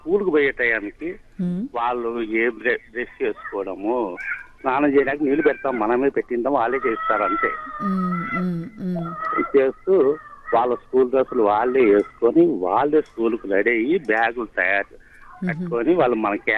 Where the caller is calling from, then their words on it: Kurnool, Andhra Pradesh, India; Madam మాది Kurnool madam.